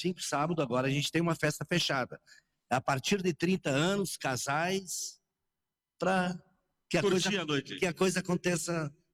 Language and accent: Portuguese; Encantado, Rio Grande do Sul, Brazil; now in Soledade, Brazil; eu sou natural de Encantado. Eu faz mais de 50 anos que eu moro em Soledade.